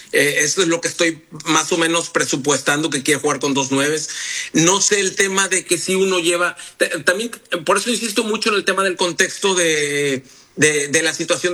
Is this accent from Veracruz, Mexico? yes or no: yes; Tuxpan, Veracruz, Mexico; moved away; also born or lived in Mexico City; estoy en mi tierra, que es en Veracruz. Yo soy de Veracruz, Tuxpan, Veracruz. Nací acá.